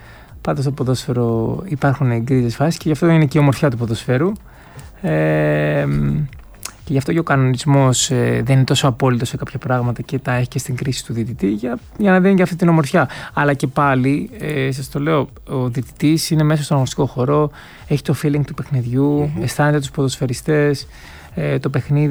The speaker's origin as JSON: {"language": "Greek", "country": "Greece"}